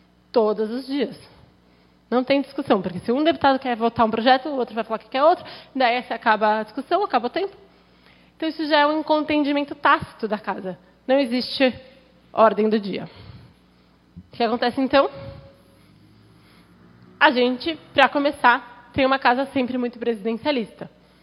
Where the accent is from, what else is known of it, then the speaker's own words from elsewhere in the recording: Limeira, São Paulo, Brazil; porque hoje é aniversário de Limeira e eu sou de Limeira.